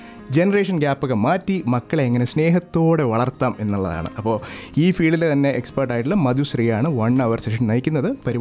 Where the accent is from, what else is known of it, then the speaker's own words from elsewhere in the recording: Thiruvananthapuram, Kerala, India; now in Scarborough, Canada; ഞാനൊരു ട്രിവാൻഡ്രംകാരനാണ്.